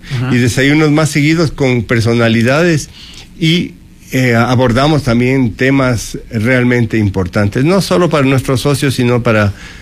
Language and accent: Spanish; Ecuador; nosotros tenemos que abrir los ojos como ecuatorianos